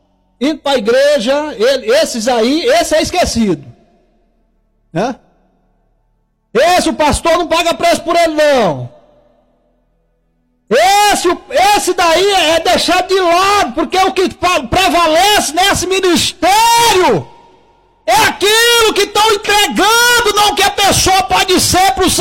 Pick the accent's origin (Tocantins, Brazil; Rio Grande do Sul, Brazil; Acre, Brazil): Tocantins, Brazil; No Nordeste, eu sou do Tocantins, no Nordeste, lá o povo, no Norte, né?